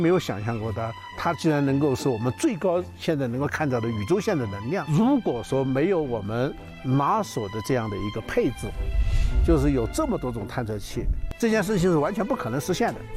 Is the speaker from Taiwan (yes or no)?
no; China